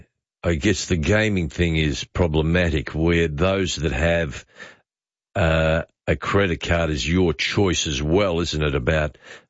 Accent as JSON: {"language": "English", "country": "Australia", "said": "he danced for me because I was from Australia"}